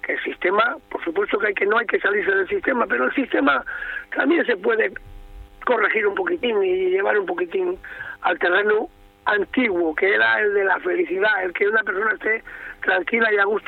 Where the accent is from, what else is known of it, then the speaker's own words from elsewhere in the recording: Liébana, Cantabria, Spain; Nosotros hemos sido siempre una familia de ganaderos, llámalo como quieras, antiguos o muy, muy de la zona.